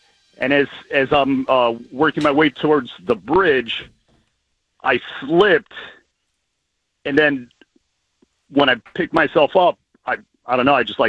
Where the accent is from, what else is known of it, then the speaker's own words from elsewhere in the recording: Lindenhurst, United States; Lindenhurst.